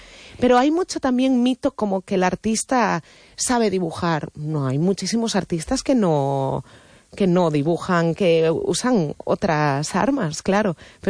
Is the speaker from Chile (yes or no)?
no; Vigo, Galicia, Spain; Del Calvario.